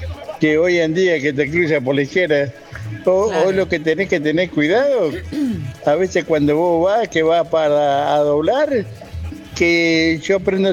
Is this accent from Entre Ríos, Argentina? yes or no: yes; Concordia, Entre Ríos, Argentina; born there; En Concordia, donde yo nací, en Concordia